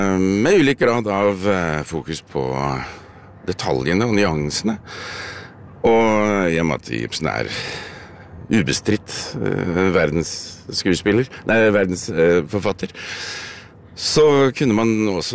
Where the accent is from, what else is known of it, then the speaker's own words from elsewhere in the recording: Oslo, Norway; jeg vokste opp på Årvoll